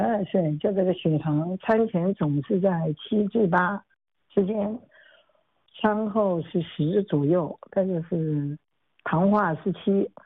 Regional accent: Wuhan, Hubei, China; accent: Wuhan dialect; 我说武汉话可以吗？

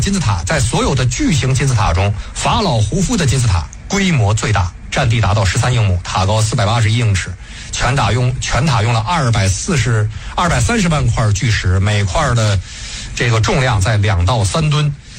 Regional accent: China; 我们中国人修了多少桥啊

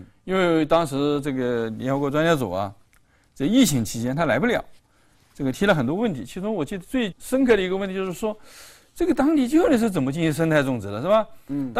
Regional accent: China; 当然我们这个茶里面还有很多的一些那个大家我们中国人一般都喝茶是吧？

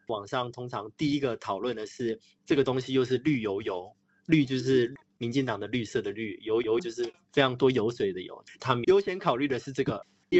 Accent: Taiwan; moved away as an adult; now in China; 我从小在台湾长大，在大学之后才来到大陆，到现在已经10多年了。

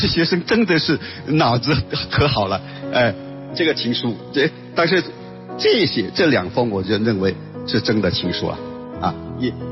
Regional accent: Chaoshan, Guangdong, China; 在我们潮汕人里面

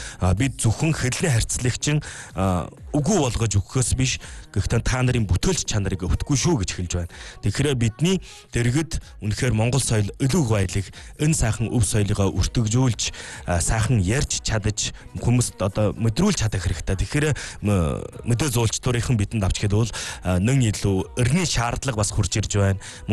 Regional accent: Hulunbuir, Inner Mongolia, China; Хүлэн байр нутгийн маань өнгө зөмж гэж үнэхээр сайхан.

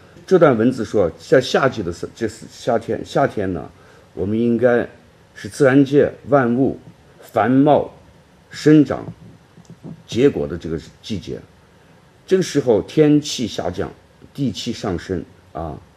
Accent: Xinjiang, China; 我们生在新疆，长在新疆，都感觉新疆没有，似乎是没有春天，从冬天就直接来到了夏天。

